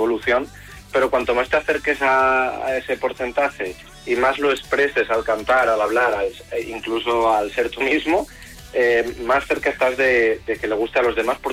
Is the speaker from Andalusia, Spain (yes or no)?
no; León, Castile and León, Spain; En eso soy muy de León o muy castellano